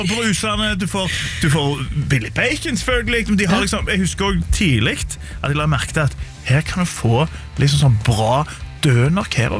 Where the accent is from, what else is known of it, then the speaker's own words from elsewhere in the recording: Rogaland, Norway; moved away; jeg kom fra Rogaland